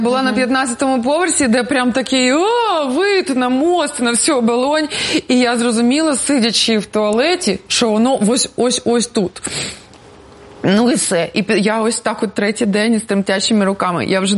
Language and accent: Ukrainian; Kharkiv, Kharkiv Oblast, Ukraine; Звичайно. Я віце-королева Харкова 94.